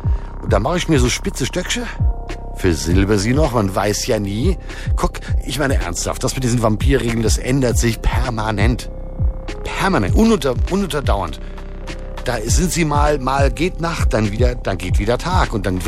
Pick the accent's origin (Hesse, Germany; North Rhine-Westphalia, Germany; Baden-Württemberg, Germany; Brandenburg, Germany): Hesse, Germany; Offenbach am Main; accent: Frankfurt; also born or lived in Frankfurt; so meinen Frankfurter Akzent angelegt. Aber trotzdem sage ich hier, trotz bei aller Frankfurt-Liebe, ne? Offenbach, da komme ich her. Da gehe ich wieder hin.